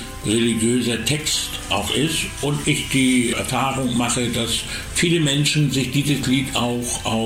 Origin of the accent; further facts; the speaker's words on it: East Germany, Germany; Ich bin ja im Osten aufgewachsen.